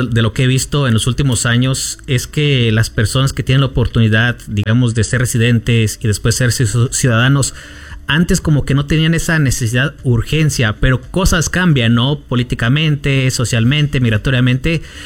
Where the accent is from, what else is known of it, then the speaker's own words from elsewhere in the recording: Mexico; now in United States; como somos mexicanos, ¿no? La mayoría tendemos a visitar nuestro país, ¿no?